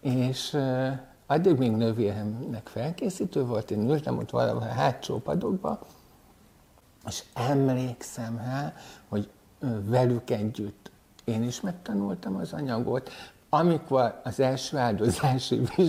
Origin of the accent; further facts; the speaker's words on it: Szigethalom, Pest, Hungary; Nagyközségbe születtem, ma már város, Szigethalmon nőttem föl. Én úgy nevezem, és úgy mondom, hogyha tőlem ezt valaki kérdezi, hogy hol van, akkor azt mondom, hogy Csepel-sziget közepe.